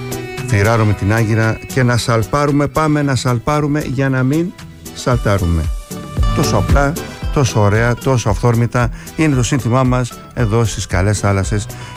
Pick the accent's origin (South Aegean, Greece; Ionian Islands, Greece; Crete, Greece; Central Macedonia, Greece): South Aegean, Greece; Kasos; στο νησί μου την Κάσο.